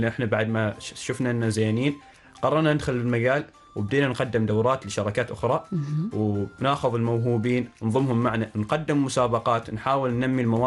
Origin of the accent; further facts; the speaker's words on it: Oman; حتى بعد ما عرفوا أن احنا عمانيين استقبلونا بشكل جدا جميل